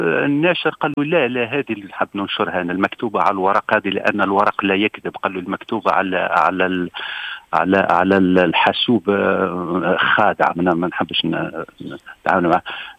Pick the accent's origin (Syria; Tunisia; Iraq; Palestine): Tunisia